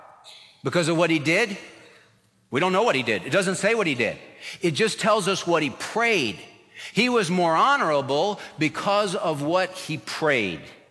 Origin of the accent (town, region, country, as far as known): California, United States; born or raised there